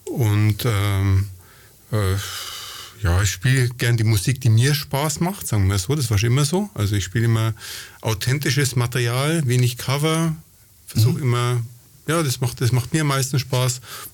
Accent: Nuremberg, Bavaria, Germany; born there; also born or lived in Ingolstadt

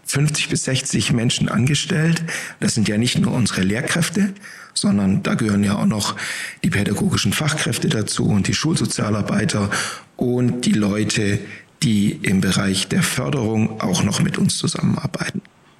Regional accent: Baden-Württemberg, Germany; Ich bin Schwabe durch und durch, habe aber einen großen Anteil Norddeutschland in mir noch drin von meiner Mutter. Die ist von der Nordseeküste.

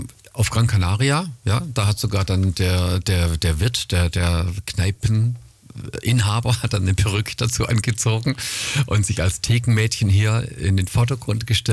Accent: Esslingen, Baden-Württemberg, Germany; born there; Und ich freue mich auf Esslingen, weil das ist ja auch meine Geburtsstadt.

